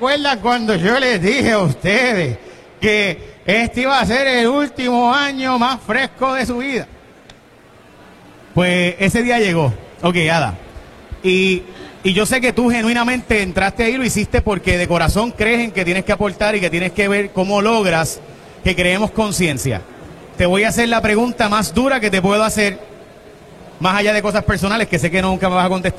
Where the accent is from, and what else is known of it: Puerto Rico